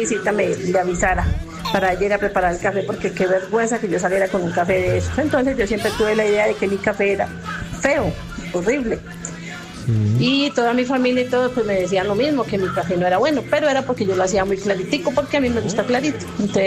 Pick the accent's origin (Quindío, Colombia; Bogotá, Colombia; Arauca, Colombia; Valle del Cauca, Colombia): Valle del Cauca, Colombia; Cartago; En Cartago, yo soy de Cartago.